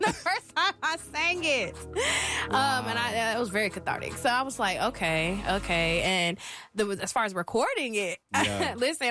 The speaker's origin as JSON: {"language": "English", "town": "Tulsa", "region": "Oklahoma", "country": "United States", "tie": "born or raised there", "said": "I actually sang it one time at an open mic in my hometown, Tulsa, Oklahoma."}